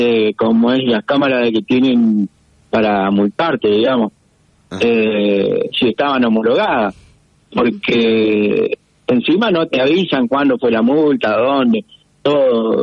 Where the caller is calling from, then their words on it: Reconquista, Santa Fe, Argentina; ahí yo ahora no estoy digamos en Reconquista, estoy más afuera.